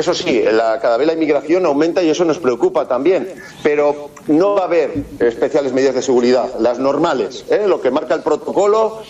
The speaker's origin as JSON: {"language": "Spanish", "country": "Spain", "said": "Mira, yo no soy la Argentina, pero en España somos de tirarnos a las fuentes."}